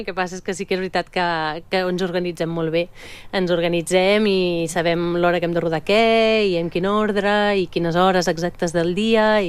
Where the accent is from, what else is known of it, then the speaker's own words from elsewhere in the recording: Tona, Catalonia, Spain; jo sóc de Manlleu, de Tona